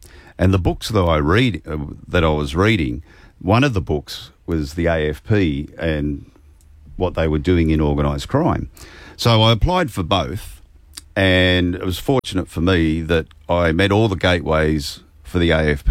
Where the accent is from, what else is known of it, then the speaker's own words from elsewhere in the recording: Sydney, New South Wales, Australia; because I'm from Sydney